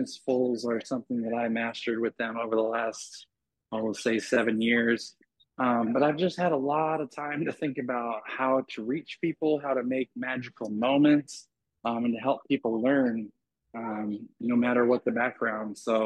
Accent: Chehalis, Washington, United States; I just moved back to Washington. I am a Washington native, born and raised in Chehalis

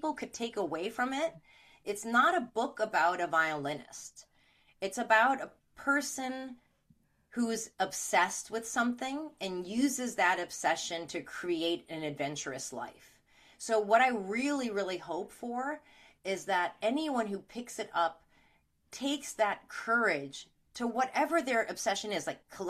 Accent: Chicago, Illinois, United States; also born or lived in East Coast; now in Oregon, United States; I'm from Chicago

